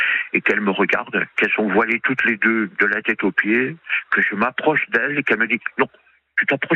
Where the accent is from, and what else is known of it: Réunion, France; born there; moved away as an adult; also born or lived in Metropolitan France; now in Antony, France